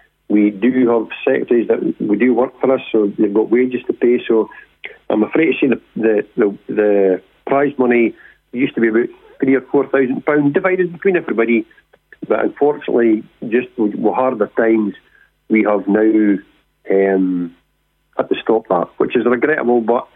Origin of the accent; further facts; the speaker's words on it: Forfar, Scotland, United Kingdom; I'm from Forfar, up in Angus.